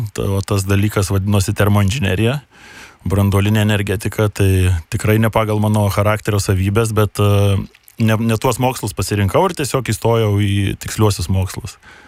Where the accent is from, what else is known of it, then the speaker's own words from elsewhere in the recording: Marijampolė, Marijampolė County, Lithuania; nes iš Marijampolės su krepšiuku atėjau, dabar jau didesnį bagažą tu